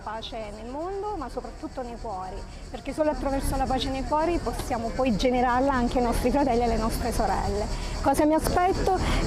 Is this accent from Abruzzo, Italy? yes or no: yes; Abruzzo, Italy; vengo dall'Abruzzo, precisamente dalla provincia di Chieti